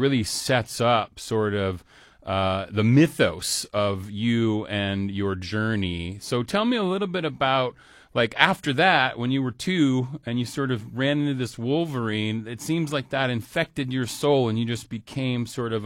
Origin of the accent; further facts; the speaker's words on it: Alaska, United States; as an fellow Alaskan, you know, when we go outside, we say we're from Alaska.